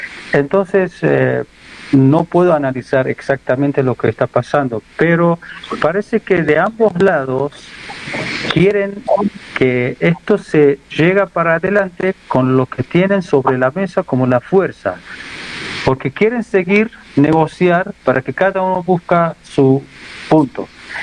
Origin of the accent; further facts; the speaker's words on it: Iran; hablo de mi pueblo, de Irán